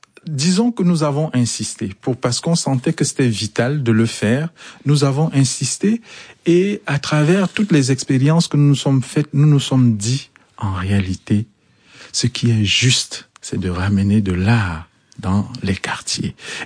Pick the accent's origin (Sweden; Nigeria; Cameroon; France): Cameroon; Chez nous, au Cameroun, on appelle les librairies au poteau.